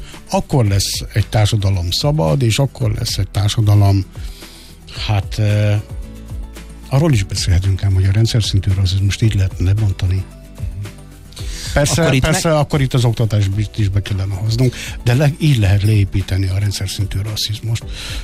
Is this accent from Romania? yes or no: no; Hungary; Mi magyarok vagyunk.